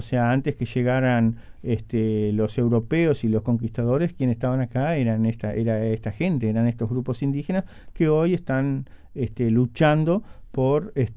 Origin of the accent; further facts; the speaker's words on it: Rivera, Uruguay; yo estudiaba escribanía, sos de Rivera, vine a estudiar escribanía